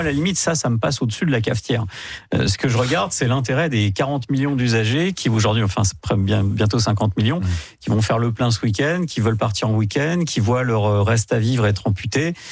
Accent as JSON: {"language": "French", "country": "France", "said": "c'est que nous, en tant que Français, on doit..."}